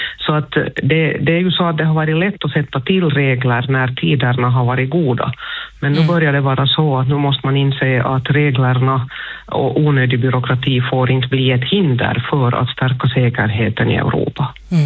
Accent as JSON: {"language": "Swedish", "country": "Finland", "said": "vi är två finländare"}